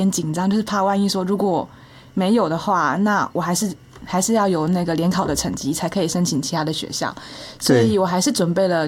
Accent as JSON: {"language": "Chinese", "region": "southern Taiwan", "country": "Taiwan", "said": "就是我们是南部的家庭嘛"}